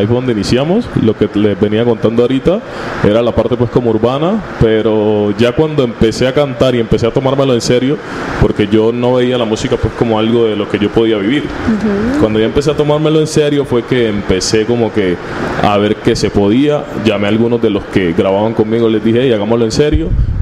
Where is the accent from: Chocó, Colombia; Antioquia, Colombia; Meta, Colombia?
Chocó, Colombia; Quibdó; now in Cali, Colombia; soy de Quibdó, soy chocoano, pero estoy viviendo acá en Cali hace 2 años ya